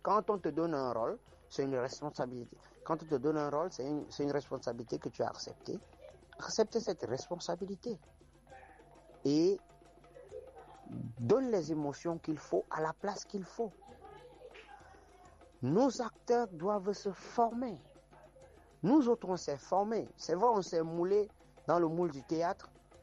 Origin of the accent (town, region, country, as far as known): Cameroon